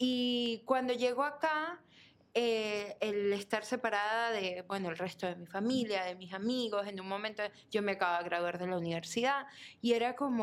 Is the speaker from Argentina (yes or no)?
no; Venezuela; moved away as an adult; como mencionaste, soy venezolana, llegué a este país hace 12 años